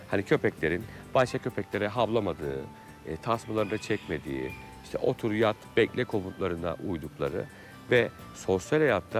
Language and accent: Turkish; Istanbul, Turkey; born there; 1984 İstanbul doğumluyum.